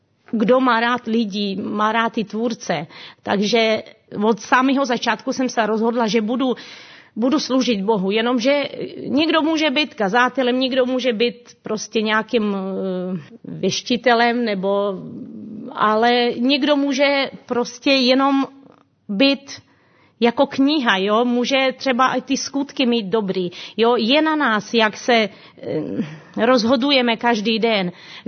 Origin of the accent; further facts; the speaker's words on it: Ukraine; jsem původem z Ukrajiny a chtěla bych vám říct o svých zážitcích, o svém životě s Bohem.